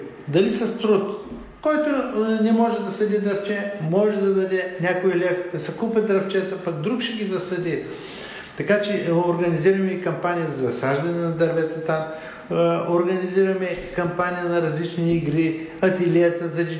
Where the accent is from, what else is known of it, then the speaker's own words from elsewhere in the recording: Plovdiv, Plovdiv Province, Bulgaria; Питате ме като пловдивчанка